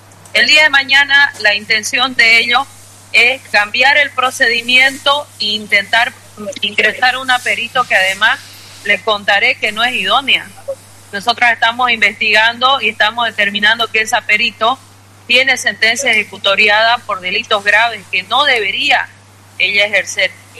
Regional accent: Bolivia

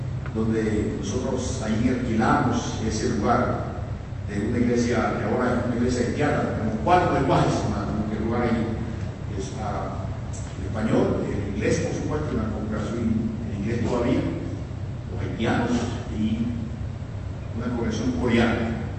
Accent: El Salvador; Anoche me decía un hermano que no cree que yo soy salvadoreño, yo parezco más cubano ese. Pero es la razón poderosa, porque mi esposa es cubana.

